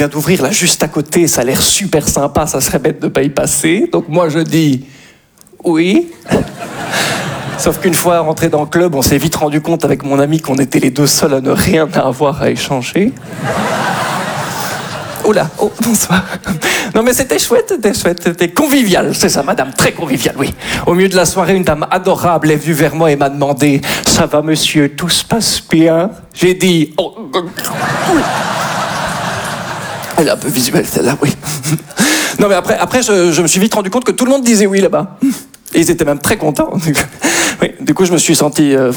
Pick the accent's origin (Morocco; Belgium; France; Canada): Belgium; je suis belge.